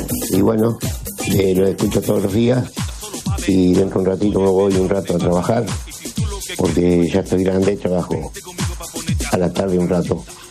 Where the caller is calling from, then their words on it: Pergamino, Buenos Aires Province, Argentina; de Pergamino